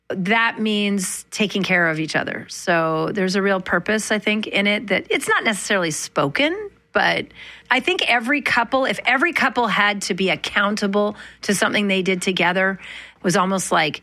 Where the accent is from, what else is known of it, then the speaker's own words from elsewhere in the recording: Manitoba, Canada; Growing up in Manitoba, I always tell this story.